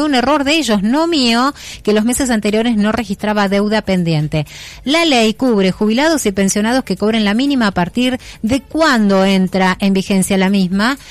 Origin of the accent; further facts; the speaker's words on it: Balsa Las Perlas, Río Negro, Argentina; Soy de Balsa Las Perlas.